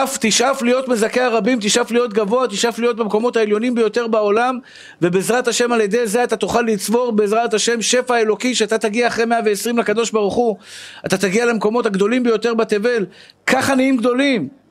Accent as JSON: {"language": "Hebrew", "town": "Tel Aviv", "region": "Tel Aviv District", "country": "Israel", "said": "באתי משכונת התקווה"}